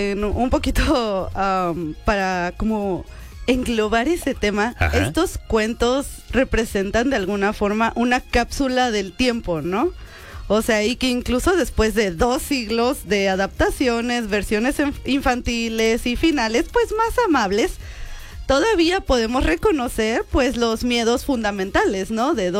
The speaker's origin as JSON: {"language": "Spanish", "country": "Mexico"}